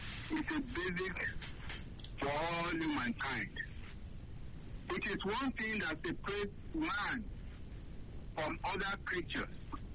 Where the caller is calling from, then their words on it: Abuja, Federal Capital Territory, Nigeria; I'm calling from Abuja.